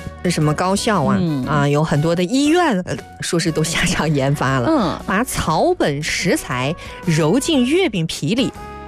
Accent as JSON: {"language": "Chinese", "region": "Northwest China", "country": "China", "tie": "born or raised there", "moved": "yes", "lives_now": "Guangdong, China", "said": "哪怕我是一个北方人，你看我在西北以前小时候也没吃过双黄白莲蓉"}